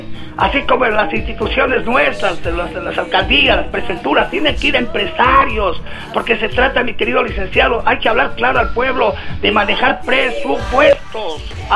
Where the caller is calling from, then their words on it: Ecuador; como ecuatorianos